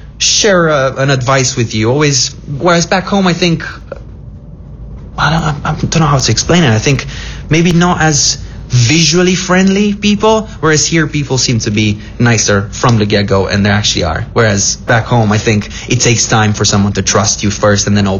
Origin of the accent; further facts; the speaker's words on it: Transylvania, Romania; moved away; I'm from Transylvania.